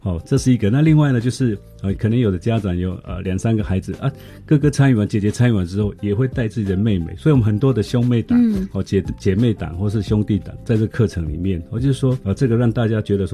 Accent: Taiwan; accent: Taiwanese Indigenous-accented Mandarin; Chinese is a second language; 这是这妈妈赐给我的语言，过去也对我自己的口音呐、所以我们的这个国语哈。那个安跟安都分不出来

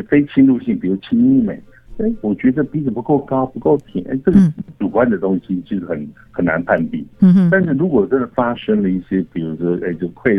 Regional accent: Taiwan; 然后再来，他的审美观念其实会比欧美来的更接近我们台湾人亚洲的观点。

